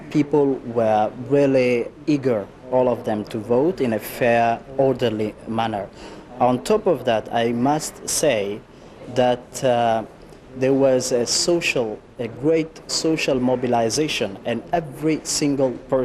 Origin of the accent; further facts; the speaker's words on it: Somalia; I'm from Somalia.